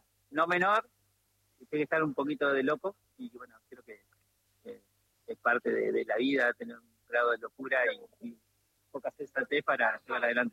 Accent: Viale, Entre Ríos, Argentina; born there; now in Paraná, Argentina; yo tenía acá a 50 kilómetros, donde nací en Viale

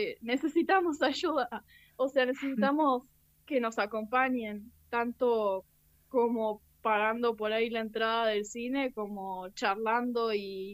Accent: El Bolsón, Río Negro, Argentina; por ahora somos de Bolsón y Pueblo, y El Hoyo

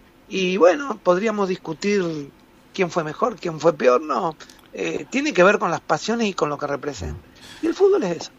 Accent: Argentina

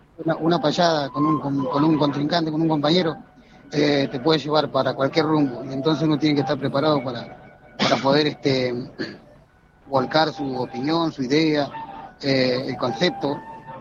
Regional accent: Patagonia, Argentina

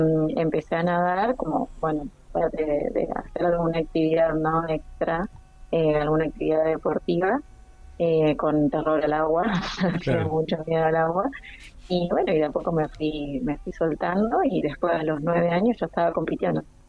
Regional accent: Caleta Olivia, Santa Cruz, Argentina; born there; Mis papás no, yo y mis hermanos sí, nacimos todos en Caleta.

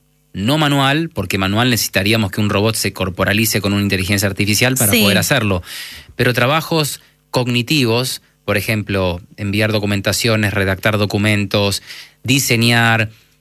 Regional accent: Argentina; accent: Argentine; No tengo muy el argentino como que se nota, pero sí afuera se dan cuenta que soy argentino porque tengo algo de acento, ¿no? Pero no es muy marcado.

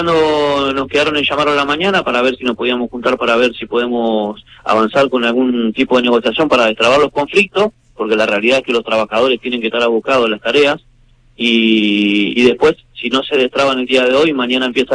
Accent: Santa Fe, Argentina

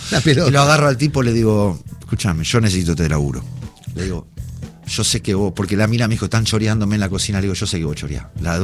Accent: Buenos Aires, Argentina; born there; todo lo que nacimos en Palermo.

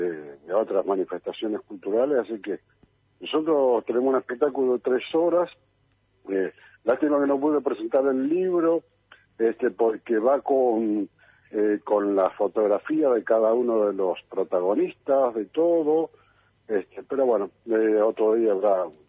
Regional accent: Patagonia, Argentina

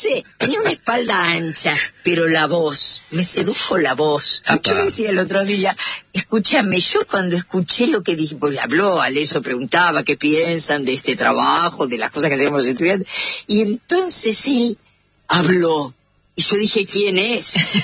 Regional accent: Buenos Aires, Argentina; nací en la ciudad de Buenos Aires, y los primeros años, hasta los 9 años, vivíamos con mi mami y con mi papá en la casa con mis abuelos

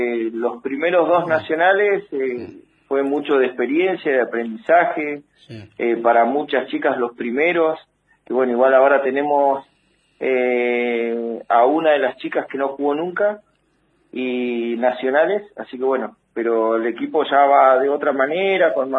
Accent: Fontana, Chaco, Argentina; para los que somos de Fontana toda la vida es medio raro, viste, que haya un Fontana B, sí.

